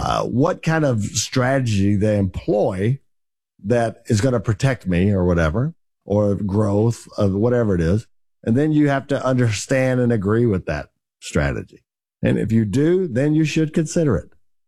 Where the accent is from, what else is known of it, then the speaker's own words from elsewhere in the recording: Texas, United States; accent: Texas; my crazy Texas accent